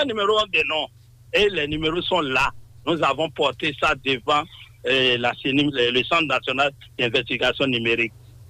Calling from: Cotonou, Littoral, Benin; De Cotonou, Michel, au 5e arrondissement.

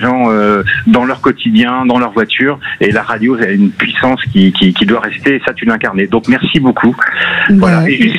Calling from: Montastruc-la-Conseillère, Occitanie, France; je t'appelle depuis Montastruc, la conseillère au cœur de l'Occitanie

